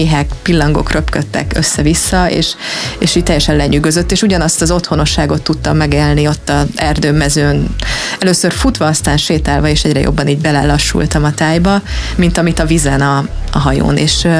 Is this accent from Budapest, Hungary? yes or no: yes; Budapest, Hungary; Én városi lány vagyok, nekem egy vidéki nagymamám se volt, aki tyúkokat nevelt volna. Úgyhogy én Budapesten éltem, Budapesten nőttem föl.